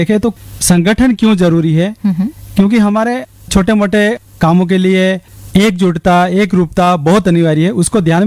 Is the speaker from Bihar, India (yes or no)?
no; Sundrav, Anandpuri, Banswara district, Rajasthan, India; ग्राम पंचायत सुंदराव, आनंदपुरी, बांसवाड़ा जिले का रहने वाला हूँ।